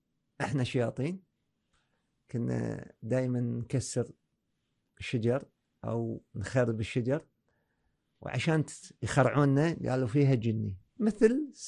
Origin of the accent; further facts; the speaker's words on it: Kuwait; عندنا في الكويت